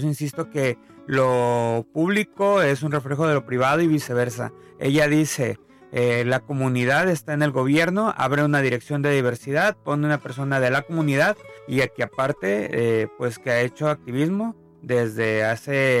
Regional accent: Mexico; porque somos mexicanos, mexicanas, mexicanes

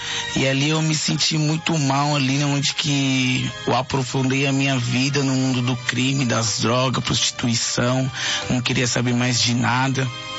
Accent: Osasco, São Paulo, Brazil; sou de São Paulo, Osasco, Padroeira 2.

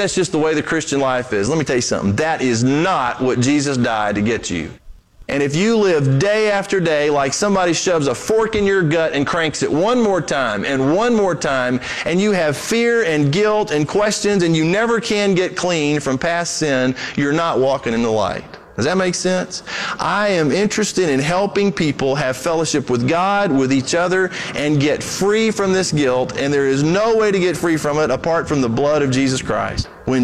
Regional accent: Brazil; I grew up in Brazil.

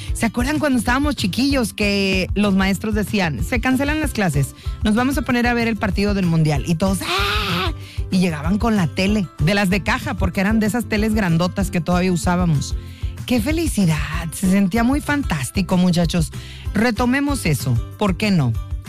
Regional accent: San Luis Potosí, Mexico; now in Monterrey, Mexico; Bueno, yo no, porque yo no soy regia, yo soy potosina.

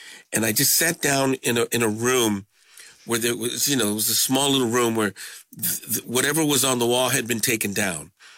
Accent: Sacramento, California, United States; We grew up in Sacramento for field trips to Sutter's Fort

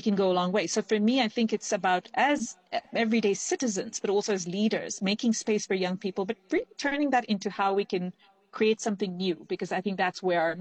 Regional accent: Kenya; I come from Kenya

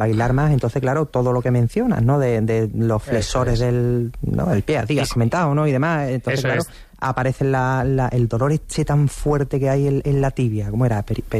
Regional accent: Spain; yo creo que es que somos españoles y como españoles que somos decimos, venga, vamos

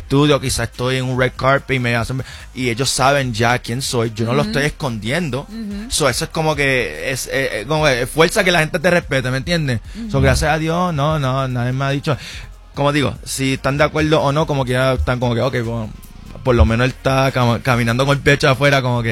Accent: Puerto Rico; Yo soy de Puerto Rico, yo fui desde chiquita escribiendo canciones

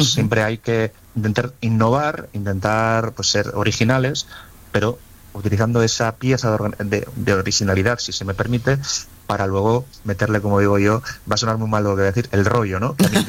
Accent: Asturias, Spain; yo soy asturiano, ¿no? Lo confieso

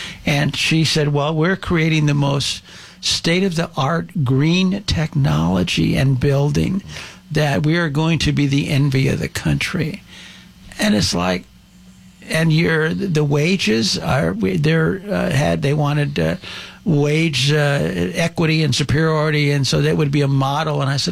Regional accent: Los Angeles, California, United States; growing up in North Hollywood

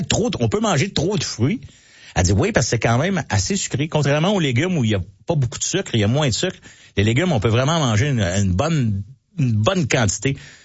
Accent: Mont-Saint-Hilaire, Quebec, Canada; Je viens de Mont-Saint-Hilaire. J'ai grandi, j'ai été à Mont-Saint-Hilaire une bonne partie de ma vie.

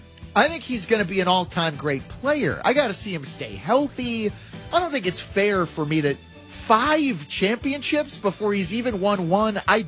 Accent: Denver, Colorado, United States; I'm from Denver and I love the Avs.

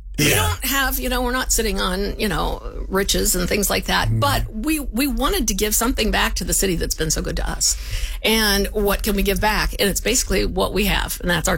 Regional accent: Emporia, Kansas, United States; also born or lived in Phoenix; So I was born in Emporia, but lived in Kansas City for, a good 10 years, then moved to Phoenix, and then came back afterward. I came back home.

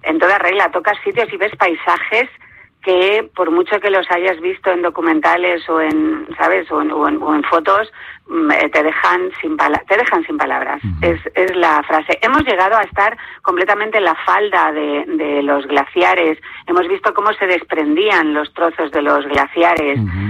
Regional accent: Spain; Nosotros somos los únicos españoles, pero hay mexicanos, hay gente de todas partes del mundo.

